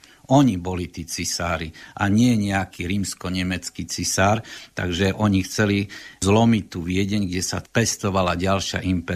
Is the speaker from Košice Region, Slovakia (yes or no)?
yes; Košice, Košice Region, Slovakia; Ja ako Košičan